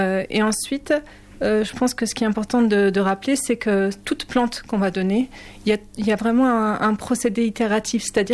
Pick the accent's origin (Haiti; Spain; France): France; Pays de la Loire; moved away as an adult; now in Hautes-Pyrénées, France; moi je suis originaire du Maine-et-Loire